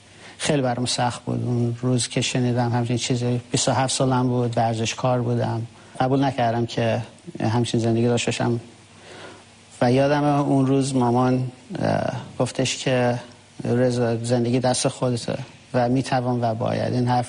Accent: Tehran, Tehran Province, Iran; بله، من سال 1974 توی تهران به دنیا آمدم و فرام از بچگی همیشه خیلی به تکنولوژی هوافضا علاقه داشتم.

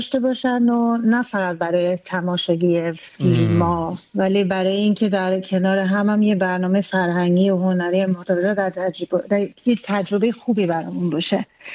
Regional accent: Iran; now in Sweden; هم برای خودم چون ایرانی هستم

